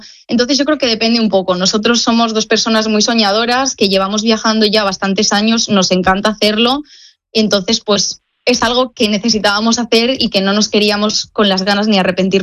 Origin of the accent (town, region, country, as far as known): Spain; moved away